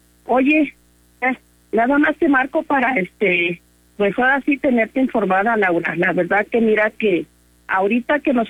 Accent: Puebla, Mexico; Yo soy de Puebla, y leo que no, que de Hidalgo.

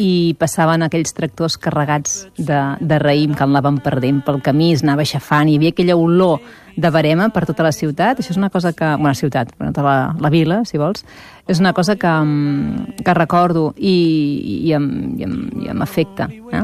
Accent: Vilafranca del Penedès, Catalonia, Spain; also born or lived in Barcelona; No, a Vilafranca del Penedès. Vaig néixer a Barcelona, però al cap de res, 3 anyets, ja érem a Vilafranca del Penedès.

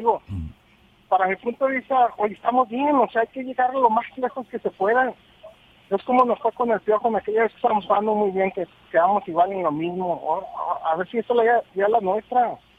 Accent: Mexico; Pero eso es orgullo para uno como mexicano

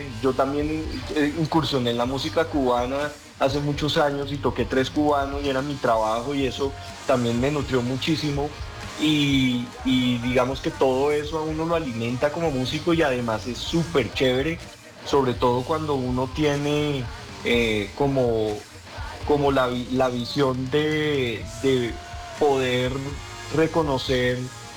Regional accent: Mexico; born there; also born or lived in Colombia; tanto mi hermano como yo somos nacidos aquí en México, somos mitad mexicanos, mitad colombianos.

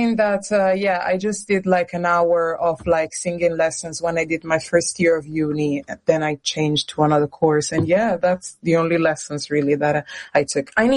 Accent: Italy; moved away; growing up in Italy

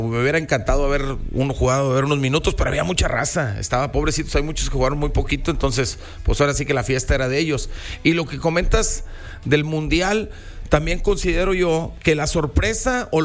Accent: Monterrey, Nuevo León, Mexico; Así somos aquí los regios, hombre.

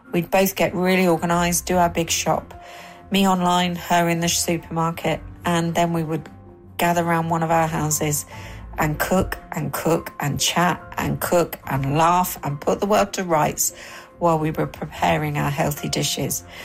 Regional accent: Basingstoke, South East England, United Kingdom; from Basingstoke in the south of England.

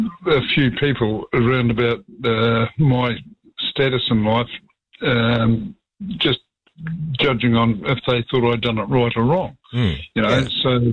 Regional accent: New Zealand; I do truly believe that that's what you, it's part of what you've got to do as a Kiwi.

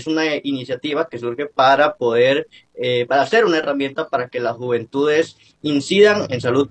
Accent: Limón, Costa Rica; now in San José, Costa Rica; soy estudiante de Derecho, soy oriundo de la provincia de Limón. Actualmente estoy viviendo en San José

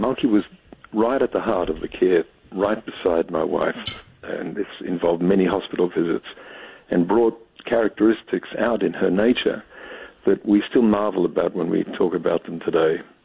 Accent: Australia; now in United States; I don't sound much like an American, and that's because I'm an Australian, born in Australia. But my wife's an American, and our children have all been Americans from birth.

